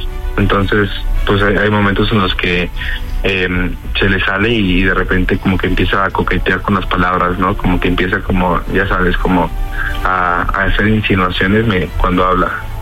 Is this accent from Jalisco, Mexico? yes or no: no; Naucalpan, State of Mexico, Mexico; Soy de aquí, de Naucalpan.